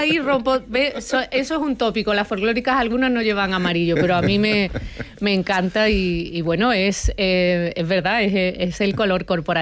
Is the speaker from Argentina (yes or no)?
no; Andalusia, Spain; Yo como buena andaluza y manchega por parte de madre, siempre he vivido la fe como una tradición.